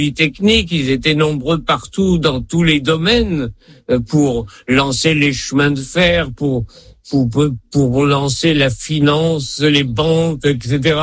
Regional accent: France; Je suis français, parce que j'étais enfant en France, j'ai été élevé en France et la culture française est ma culture. Et je ne sais pas l'hébreu, je ne sais pas l'yiddish et je n'ai pas une culture religieuse.

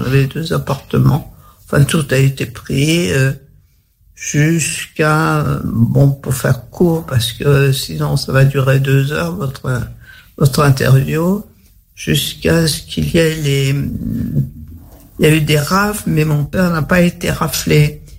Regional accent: Paris, Île-de-France, France; born there; Alors, je suis née à Paris. Je suis française de naissance. Mon père est né dans la partie polonaise-ukrainienne

